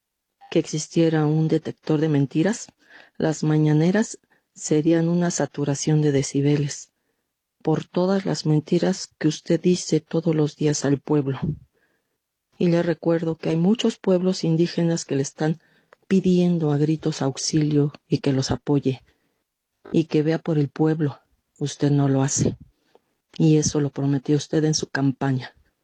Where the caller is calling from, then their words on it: Mexico City, Mexico; de la Colonia Roma.